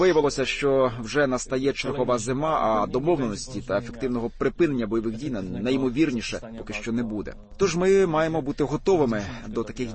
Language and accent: Ukrainian; Poland; Ми, поляки